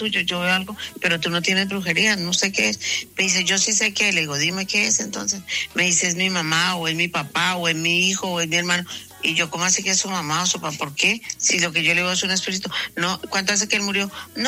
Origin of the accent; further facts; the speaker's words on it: Colombia; moved away; Ya no estoy allá, pero yo sigo siendo colombiana, hasta que me muera, hasta que esté en mi otra vida, seguiré siendo colombiana porque yo soy colombiana.